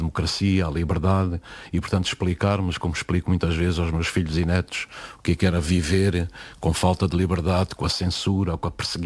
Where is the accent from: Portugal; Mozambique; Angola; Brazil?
Angola; Central Plateau; moved away; fui visitar, inclusive, a vila onde nasci